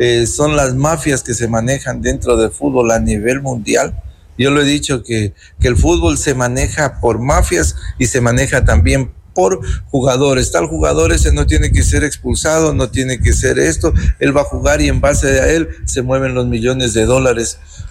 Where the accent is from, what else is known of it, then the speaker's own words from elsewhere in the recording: Ecuador; Como ecuatoriano, como un ecuatoriano más